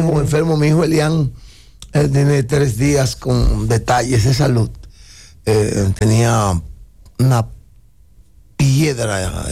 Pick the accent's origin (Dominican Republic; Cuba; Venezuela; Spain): Dominican Republic; primero como duartiano, yo soy un dominicano que se formó, que se ha formado bajo la filosofía de Juan Pablo Duarte. Yo soy duartiano con todo mi corazón. Y soy cristiano de manera objetiva, no de manera religiosa.